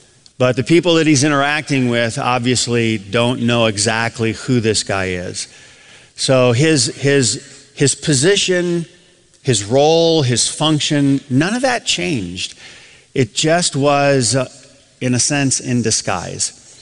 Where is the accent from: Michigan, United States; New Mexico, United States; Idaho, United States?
Michigan, United States; Adrian; So I grew up in Adrian, Michigan.